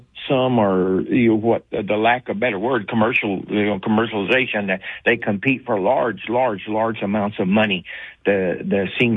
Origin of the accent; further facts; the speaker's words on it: Southeast, United States; We're not from northern Southern Plains. We're from the Southeast United States, where our ways were totally different.